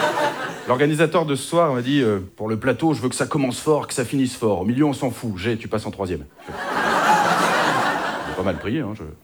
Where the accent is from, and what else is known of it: Hauts-de-France, France